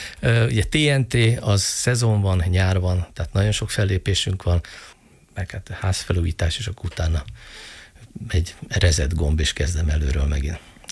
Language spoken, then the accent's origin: Hungarian; Hungary; moved away as an adult; also born or lived in Canada; de én 97 és 2000 között Kanadában éltem. Nem tartózkodtam Magyarországon, és 2000-ben jöttem haza